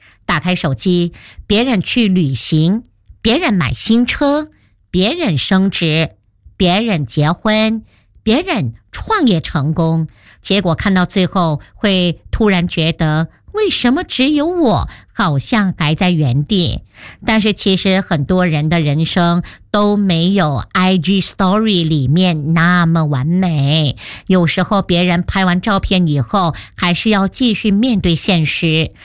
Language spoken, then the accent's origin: Chinese; Malaysia; 我觉得我们大马人有一种很特别的精神